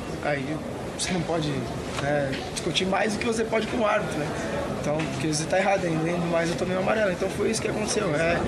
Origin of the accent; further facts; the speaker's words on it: Brazil; Cara, eu sou brasileiro como você também é, né?